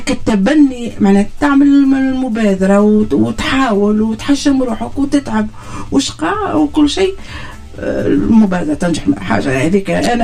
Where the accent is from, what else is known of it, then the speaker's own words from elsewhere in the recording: Mahdia, Mahdia Governorate, Tunisia; أما كيف نتبنى أنا مشروع ولا نتبنى مدينتي، ما نقعدوش في الشعارات، هذاك هو. معناها المهدية قعدت في عزلة نوعا ما